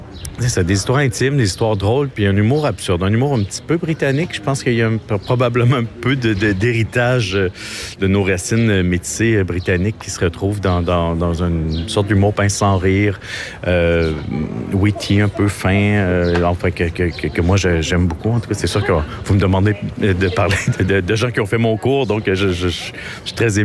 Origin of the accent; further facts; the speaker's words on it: Île d'Orléans, Quebec, Canada; now in Montreal, Canada; je suis auteur de bande dessinée, je suis originaire de l'île d'Orléans, j'habite à Montréal maintenant.